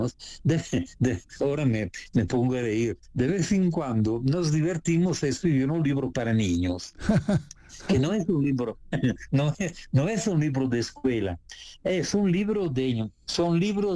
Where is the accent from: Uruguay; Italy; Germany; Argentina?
Italy; Spanish is a second language; moved away; yo soy italiano